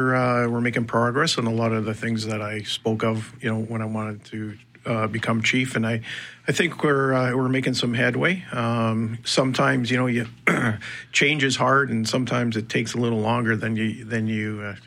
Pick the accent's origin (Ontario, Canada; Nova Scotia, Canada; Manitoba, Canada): Manitoba, Canada; Emerson; born there; So I was born in Emerson, Manitoba, September 9th, 1964. So, 61 years old